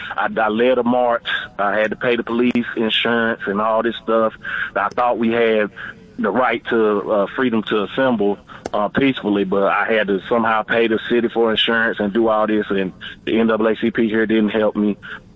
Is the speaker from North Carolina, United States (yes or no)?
yes; North Carolina, United States; I'm from North Carolina.